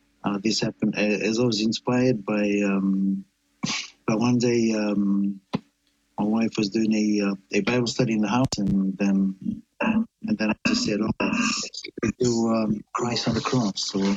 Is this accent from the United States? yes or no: no; Fiji; born or raised there